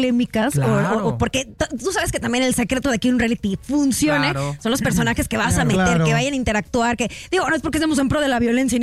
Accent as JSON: {"language": "Spanish", "town": "Monterrey", "region": "Nuevo León", "country": "Mexico", "said": "Sí, mira, soy de Monterrey, a lo mejor será como también chapada la antigua"}